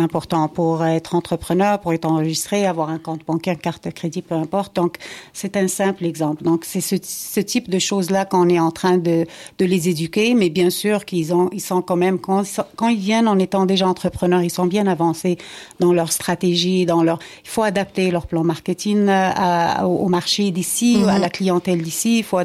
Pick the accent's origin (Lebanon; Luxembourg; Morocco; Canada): Morocco; Regarde, moi, je viens du Maroc